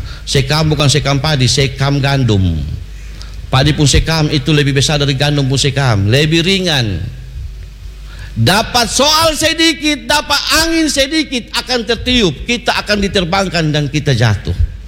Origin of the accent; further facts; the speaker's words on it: East Nusa Tenggara, Indonesia; Apalagi kita orang Alor, Selom, Alor, Pura, Selom, bagaimana?